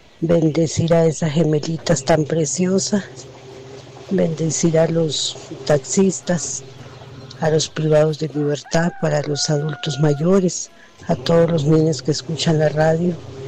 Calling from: San José, Costa Rica; de aquí de Linda Vista de Patarrá

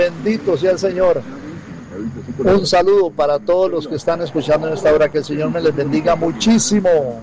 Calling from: Pérez Zeledón, San José, Costa Rica; aquí desde PZ

